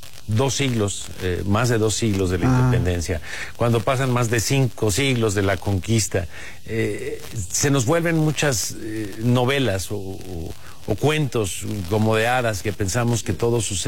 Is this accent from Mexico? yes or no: yes; Mexico; entender hoy la independencia como mexicanos también nos obliga a conocer un poco más de nuestra historia